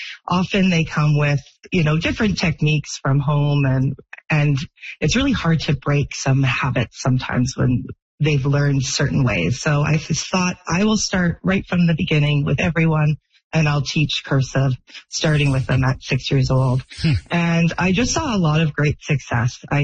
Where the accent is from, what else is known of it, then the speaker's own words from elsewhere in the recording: British Columbia, Canada; I grew up in just outside Vancouver.